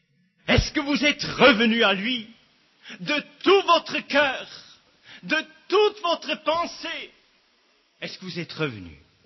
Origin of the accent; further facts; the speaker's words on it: Switzerland; je suis suisse